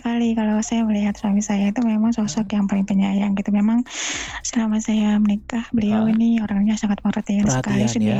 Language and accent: Indonesian; Sulawesi, Indonesia; Walaupun saya orang Sulawesi, tapi ya menikah sama orang Maluku